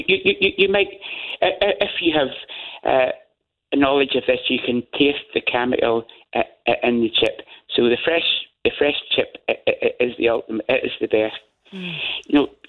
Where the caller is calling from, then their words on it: Belfast, Northern Ireland, United Kingdom; I'm a second generation potato merchant just outside Belfast